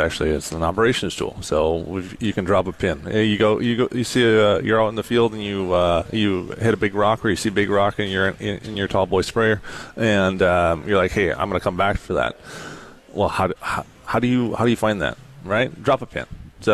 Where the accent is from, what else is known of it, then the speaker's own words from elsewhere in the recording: Minnesota, United States; moved away as an adult; also born or lived in North Dakota; up in central Minnesota on a dairy farm, now I'm more North Dakotan than I am Minnesotan, because I think I just crossed half my life in North Dakota now.